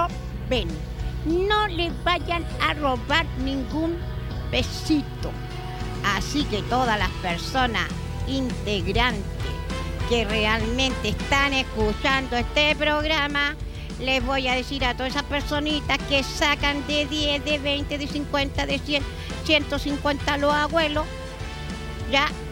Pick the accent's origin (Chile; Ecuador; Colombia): Chile; siempre tengo que estar trabajando, poniéndole el hombro como buena chilena